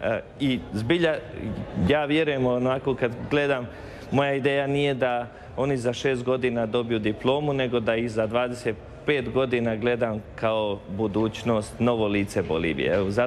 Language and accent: Croatian; Brankovići, Federation of Bosnia and Herzegovina, Bosnia & Herzegovina; poželio sam upravo doći i u moj rodni kraj, u Župu Luk Brankovići, na ovu svetkovinu Svetoga Ive Krstitelja.